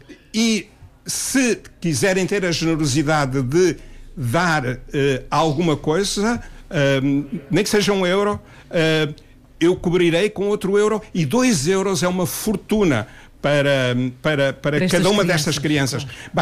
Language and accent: Portuguese; Benguela, Angola; moved away; Eu cresci em Benguela, brinquei no Rio Corinje descalço com estas crianças. Fui uma delas, aliás. Também andei numa escola primária que não era privada, que era do Estado.